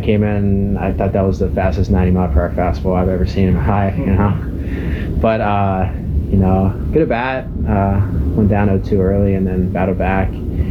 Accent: Concord, United States; they've supported me 100% through in my hometown in Concord.

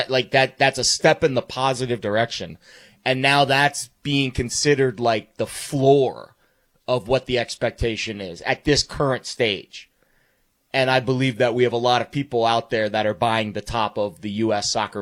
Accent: United States; It's baked into our DNA as Americans.

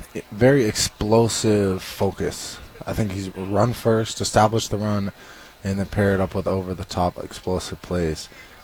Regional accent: Lawrence, Kansas, United States; like right in my hometown

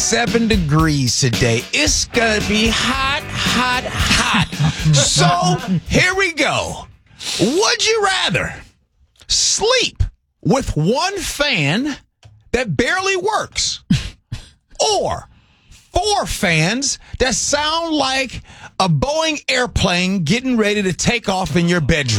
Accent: Chicago, Illinois, United States; moved away; I grew up in Chicago.

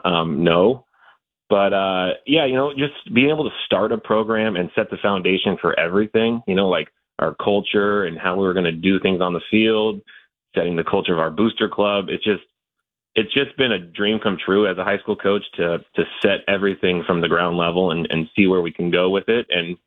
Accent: Tempe, Arizona, United States; growing up in Tempe, went to ASU baseball games my entire life.

